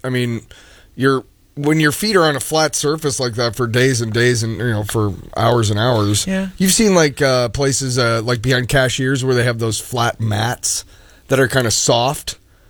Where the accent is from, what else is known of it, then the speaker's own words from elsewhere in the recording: Iowa City, Iowa, United States; when I was growing up in Iowa City.